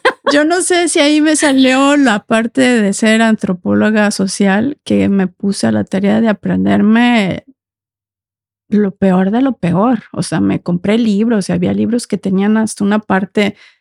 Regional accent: Mexico; Y al final digo, mi idioma es el español. Si escuchan acento, soy mexicana

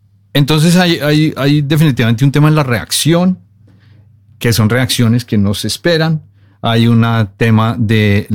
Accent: Bogotá, Colombia; moved away as an adult; also born or lived in Australia; now in Norway; yo soy colombiano, soy de Bogotá.

